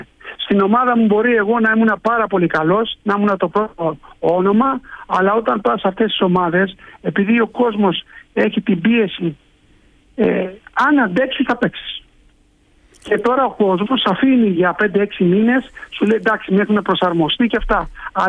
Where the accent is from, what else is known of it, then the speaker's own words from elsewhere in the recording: Lavrio, Attica, Greece; also born or lived in Nea Ionia; Μεγάλωσα στο Λαύριο.